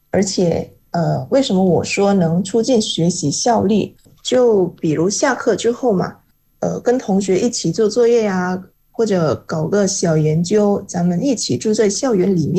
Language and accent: Chinese; Indonesia; Chinese is a second language; moved away as an adult; now in China; 我身为印尼华裔，也是同一个祖先的后代，血脉相连，同根同源啊